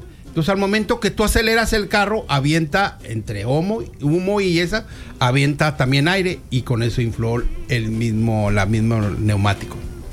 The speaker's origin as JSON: {"language": "Spanish", "country": "Mexico", "said": "te platican así mexicanas y uno como mexicano te dicen, ah, ni te creo, puro choro tú, güey."}